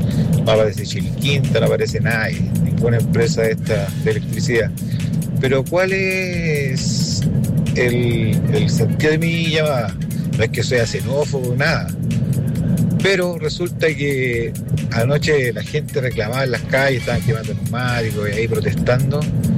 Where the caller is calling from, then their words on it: Villa Alemana, Valparaíso, Chile; yo soy de Villa Alemana.